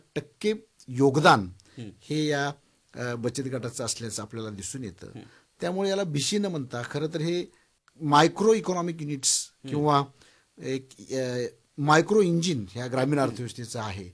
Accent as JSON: {"language": "Marathi", "town": "Ambewadi", "region": "Maharashtra", "country": "India", "tie": "born or raised there", "moved": "as an adult", "lives_now": "Phondaghat, India", "said": "माझं बालपण हे आताचा जो धाराशिव जिल्हा आहे त्यामध्ये आंबेवाडी हे मूळ गाव आहे माझं. त्या ठिकाणी मी माझा जन्म झाला आणि मी माझं जे प्राथमिक शिक्षण आहे ते जिल्हा परिषदेच्या शाळेमध्ये झालेलं आहे."}